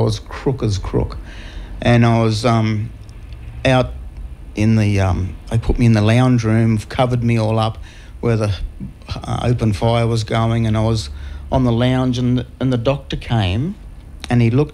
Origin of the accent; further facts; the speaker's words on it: Goulburn, New South Wales, Australia; moved away as an adult; Well, I'm an old codger. I grew up in Goulburn, born in Goulburn, moved away and come back three times.